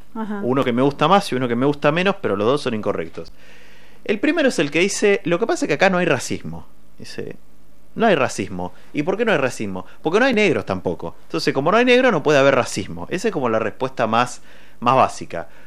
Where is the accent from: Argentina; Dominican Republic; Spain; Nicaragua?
Argentina; Todos somos Argentina